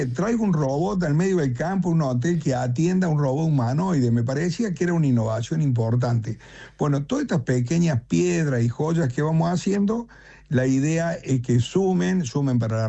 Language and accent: Spanish; Argentina; lo importante es que los argentinos, los que nos sentimos que somos argentinos, hagamos por este país maravilloso.